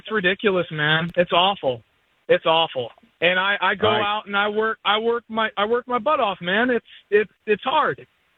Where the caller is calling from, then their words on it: Worcester, United States; here in Worcester